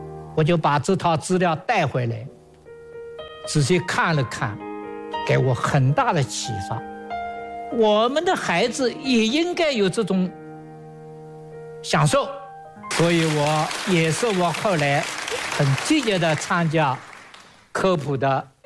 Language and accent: Chinese; Suzhou, Jiangsu, China; moved away; 我在小时候，我老家苏州